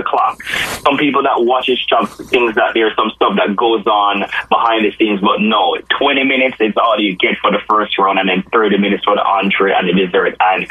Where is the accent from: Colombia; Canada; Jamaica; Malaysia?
Jamaica; now in New York, United States; because when I moved from Jamaica to New York, that was one of the things that I really wanted